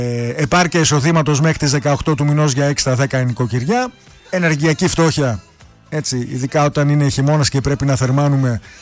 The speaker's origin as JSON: {"language": "Greek", "country": "Greece"}